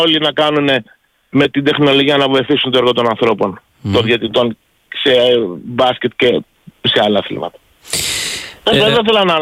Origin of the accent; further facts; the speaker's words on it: Greece; ιδίως εμείς στην Ελλάδα